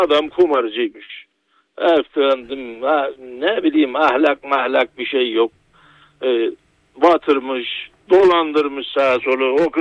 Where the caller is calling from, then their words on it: Gaziantep, Turkey; Antep'ten.